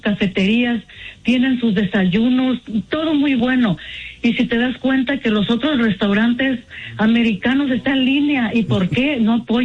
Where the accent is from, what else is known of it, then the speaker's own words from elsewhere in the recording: Oaxaca, Mexico; Yo soy de la Mixteca de Oaxaca, entonces las tortillas son hechas a mano